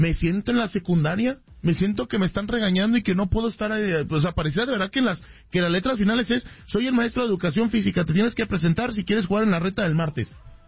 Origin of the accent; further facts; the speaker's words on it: Mexico; queremos nosotros como mexicanos poder apoyarnos en CONCACAF